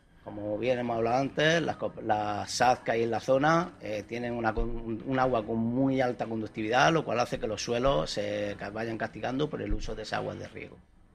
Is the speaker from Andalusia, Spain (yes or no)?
yes; Almería, Andalusia, Spain; Sí, yo soy almeriense.